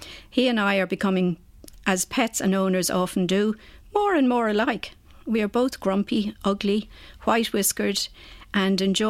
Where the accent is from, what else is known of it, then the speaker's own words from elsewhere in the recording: Omagh, Northern Ireland, United Kingdom; born there; I was born in Omagh, County Tyrone, Northern Ireland in 1947.